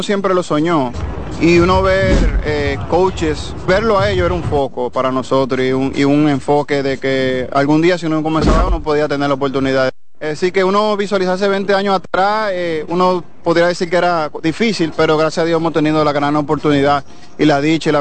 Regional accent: Dominican Republic; como dominicano, súper orgulloso.

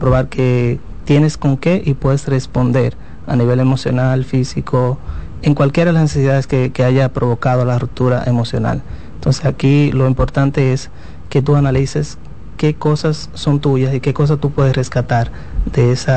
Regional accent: Dominican Republic; nosotros como dominicanos

